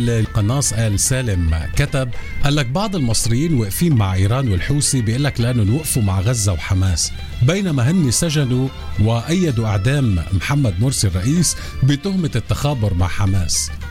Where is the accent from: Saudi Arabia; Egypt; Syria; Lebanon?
Lebanon; يعني جمال شعيب العامل بقناة المنار الإرهابية عندنا بلبنان